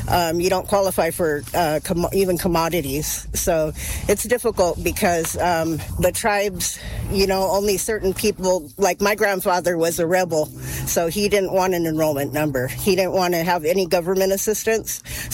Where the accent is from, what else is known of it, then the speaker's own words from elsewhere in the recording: Santa Ynez, California, United States; I'm from the Chumash and Kuya tribes of Southern California from San Ynez Reservation.